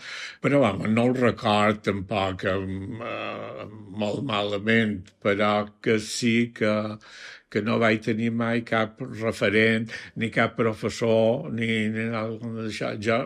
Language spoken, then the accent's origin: Catalan; Maria de la Salut, Balearic Islands, Spain; vaig néixer a Maria de la Salut el febrer de 1945. Mon pare i ma mare fins en els 50 anys feien de pagesos.